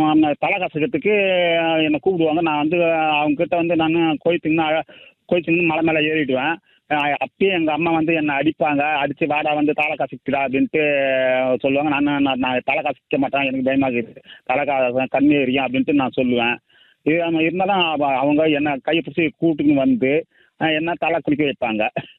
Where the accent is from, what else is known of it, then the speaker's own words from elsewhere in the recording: Ilamangalam, Tamil Nadu, India; இளமங்கலம் கிராமம்.